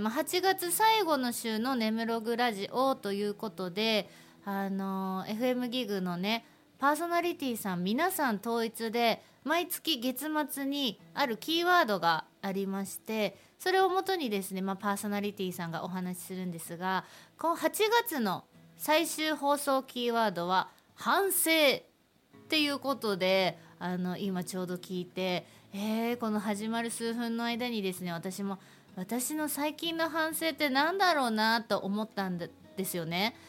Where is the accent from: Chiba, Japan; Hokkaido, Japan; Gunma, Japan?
Hokkaido, Japan; もう生まれも育ちも北海道の私としては